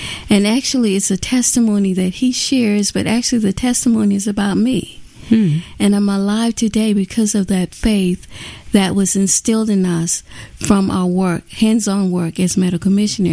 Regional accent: Florida, United States; now in Boston, United States; We're from Florida, and so we moved during the winter. This was December, into Boston area, and so the weather was cold

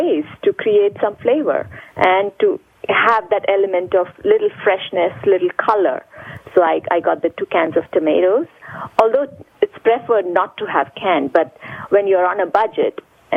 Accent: India; Being Indian, like, I have certain flavors.

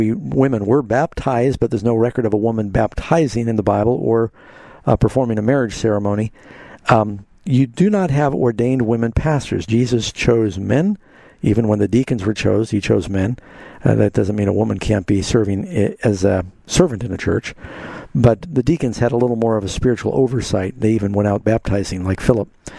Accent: United States; my whole country turns to Christ and I don't, being an American is not going to save me.

